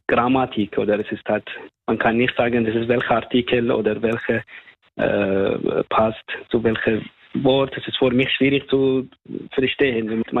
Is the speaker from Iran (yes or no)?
yes; Iran; German is a second language; moved away as an adult; now in Suhr, Switzerland; Bin 39 Jahre alt. Ich komme ursprünglich aus dem Iran und seit ungefähr 6 Jahren in der Schweiz. Ich wohne in Sur, Kanton Aargau.